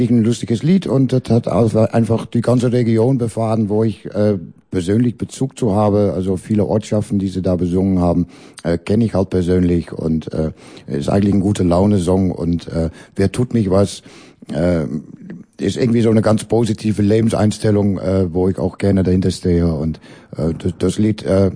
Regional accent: Netherlands; Also wir haben natürlich viele Kolonien gehabt und einige sind uns geblieben.

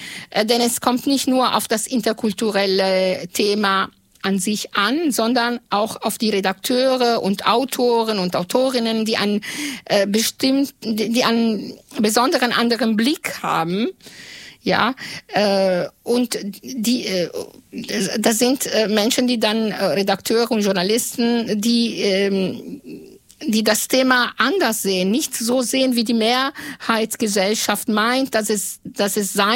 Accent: Italy; now in Germany; Und klar können Sie oder kann ich den Sender aus meiner Heimat hören. Aber wenn ich wissen will, was hier in Deutschland los ist, aus einer anderen italienischen Perspektive

